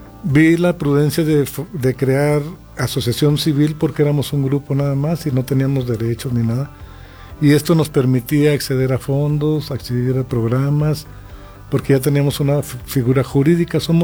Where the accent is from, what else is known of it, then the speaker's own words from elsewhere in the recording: Durango, Mexico; now in Zimapán, Mexico; soy originario de Durango, Durango, y tengo 48 años radicando en Zimapán. Ya soy más zimapense